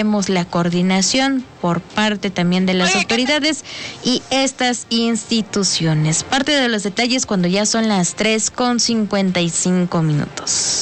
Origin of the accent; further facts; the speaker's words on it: Mexico; somos mexicanos